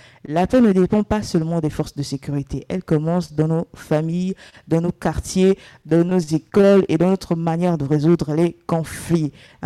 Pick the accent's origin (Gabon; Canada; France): Gabon; chez nous au Gabon